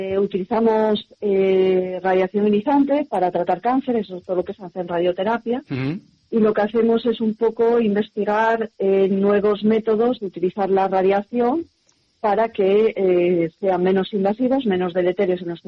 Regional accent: Verín, Galicia, Spain; moved away as an adult; also born or lived in France; volver a Galicia siempre es fácil. Evidentemente es mi tierra

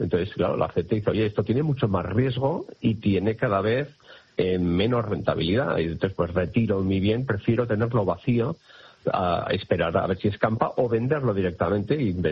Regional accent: Bilbao, Basque Country, Spain; O sea, yo que soy de Bilbao y se me pongo el ejemplo muy sencillo, ¿sabes?

